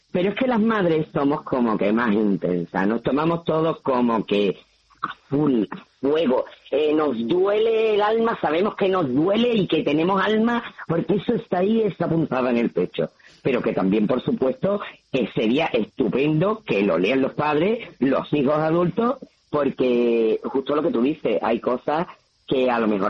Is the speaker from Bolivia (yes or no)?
no; Jerez de la Frontera, Andalusia, Spain; yo soy de Jerez. Y aquí nos tomamos todos en Andalucía de aquella manera.